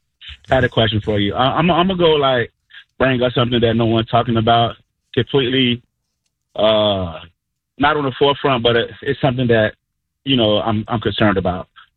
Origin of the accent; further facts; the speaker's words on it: Lakeland, Florida, United States; I'm from Lakeland, of course, and it was just a plenty of Rays fans coming by.